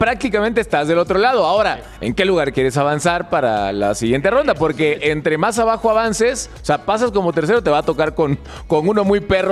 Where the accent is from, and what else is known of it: Mexico